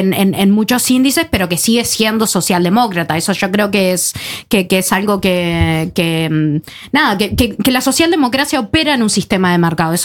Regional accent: Uruguay; Uruguay seguimos siendo un país latinoamericano

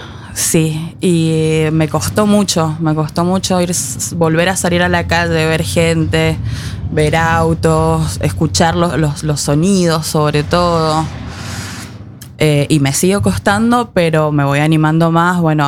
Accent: Godoy Cruz, Mendoza, Argentina; De Godoy Cruz, Antonio Tomba.

